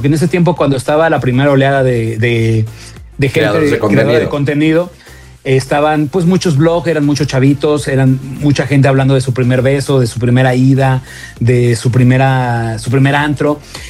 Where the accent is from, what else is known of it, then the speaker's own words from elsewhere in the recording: Nezahualcóyotl, State of Mexico, Mexico; Yo soy oriundo de Ciudad Neza, Hualcoyotl, del Estado de México.